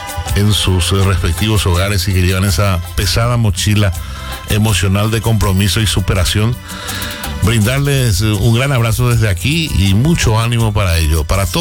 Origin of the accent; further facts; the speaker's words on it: Paraguay; Paraguay siempre saca esa garra guerrera que nos identifica a nosotros como paraguayos